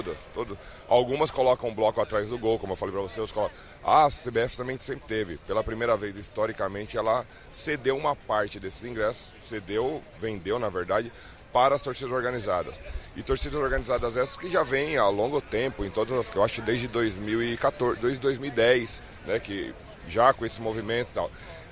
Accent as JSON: {"language": "Portuguese", "town": "Cotia", "region": "São Paulo", "country": "Brazil", "said": "Eu sou de São Paulo."}